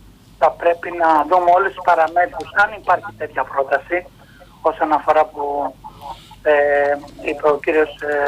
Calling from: Egaleo, Attica, Greece; από το Εγάλεο.

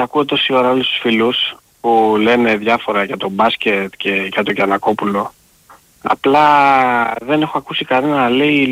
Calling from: Greece; τι θα κάνουμε σαν Έλληνες?

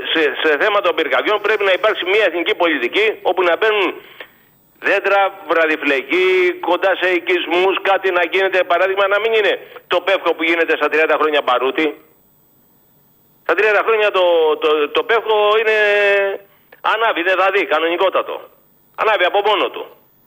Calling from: Megara, Attica, Greece; είμαι κανένα χιλιόμετρα από τη Λούπα.

